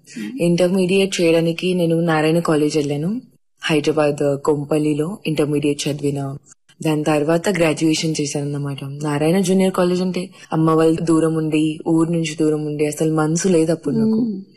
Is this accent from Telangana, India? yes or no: yes; Hirapur, Telangana, India; also born or lived in Tadihatnur; So Hirapur అని ఒక గ్రామం ఉంది, అది ఇంద్రవెలి మండలం, ఆదిలాబాద్ డిస్ట్రిక్ట్. సో అక్కడ నేను పెరిగాను, యూనో అక్కడ నుంచి ఎడ్యుకేషన్ మొత్తం.